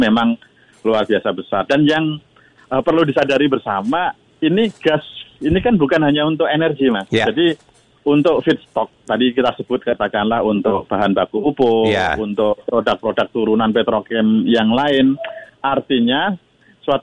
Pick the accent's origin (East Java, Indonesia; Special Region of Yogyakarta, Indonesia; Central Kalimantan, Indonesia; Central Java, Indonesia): East Java, Indonesia; Bojonegoro; Kebetulan saya dari Bojonegoro, Mas.